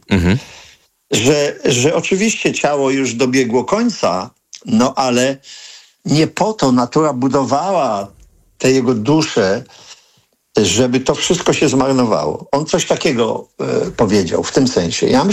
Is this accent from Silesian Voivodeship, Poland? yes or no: yes; Sosnowiec, Silesian Voivodeship, Poland; born or raised there